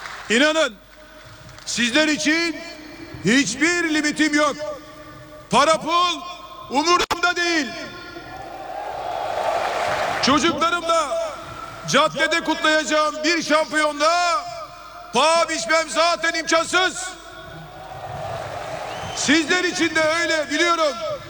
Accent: Istanbul, Turkey; Sizler gibi sokaklardan geliyorum. Kasımpaşa'da büyüdüm.

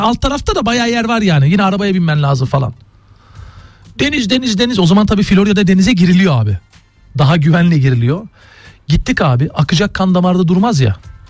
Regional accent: Istanbul, Turkey; biz tabii Zeytinburnu'ndayız.

